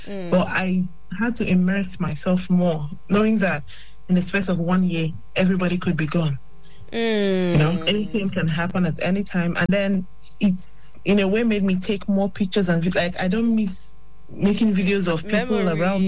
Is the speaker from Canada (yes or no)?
no; Imo, Nigeria; moved away; because I'm from Imo State